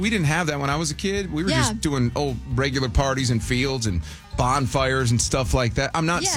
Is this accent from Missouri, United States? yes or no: no; Detroit, Michigan, United States; moved away; I grew up in Michigan in Detroit.